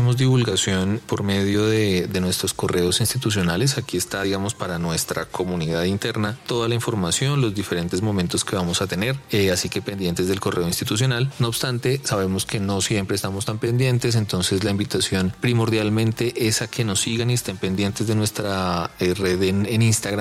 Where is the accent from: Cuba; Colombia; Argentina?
Colombia